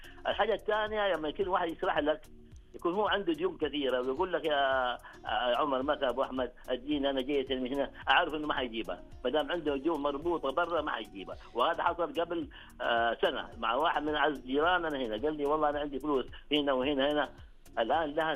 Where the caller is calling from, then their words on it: Medina, Medina Province, Saudi Arabia; انا من المدينه المنوره